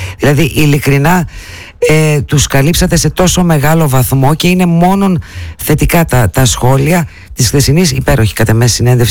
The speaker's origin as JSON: {"language": "Greek", "region": "Macedonia", "country": "Greece", "said": "Ως Μακεδόνες νομίζω πως είμαστε απόλυτοι."}